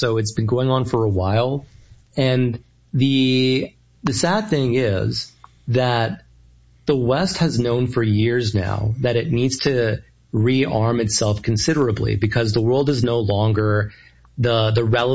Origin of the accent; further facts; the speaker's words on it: Canada; also born or lived in Toronto; I'm currently in Ukraine, but I'm happy about that as a Canadian